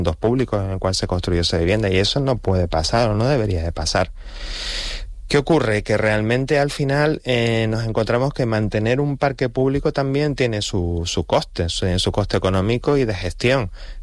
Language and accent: Spanish; Canary Islands, Spain